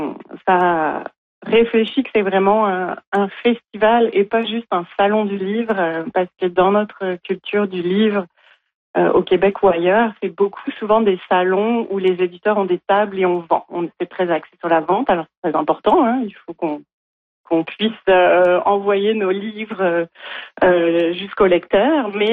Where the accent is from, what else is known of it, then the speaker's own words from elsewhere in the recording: Brittany, France; moved away as an adult; now in Montreal, Canada; Moi, je viens d'une région, la Bretagne en France, qui est très, très axée sur la mer. Et ça fait 20 ans que je vis à Montréal.